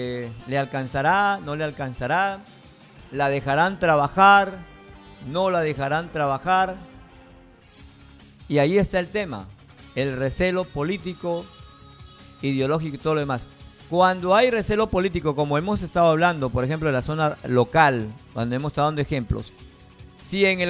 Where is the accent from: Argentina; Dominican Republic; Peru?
Peru; necesitamos juntos desarrollarnos como peruanos en paz.